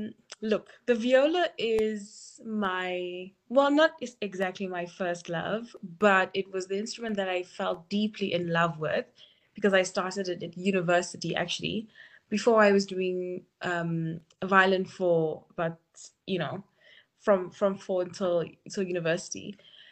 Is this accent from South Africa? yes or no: yes; South Africa; the things that I've been influenced by my culture, and just, I guess, being somebody of my age, being a South African.